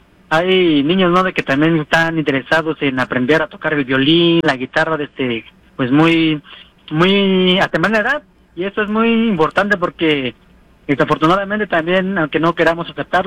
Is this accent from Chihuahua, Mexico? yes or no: no; Santa María, Oaxaca, Mexico; Yo soy de Santa María y estoy yo, y allá hay mucho, bueno, muchas agrupaciones